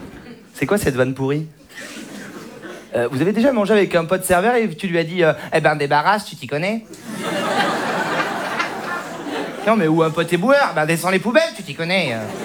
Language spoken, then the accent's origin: French; Saint-Émilion, Nouvelle-Aquitaine, France; je viens de Saint-Émilion.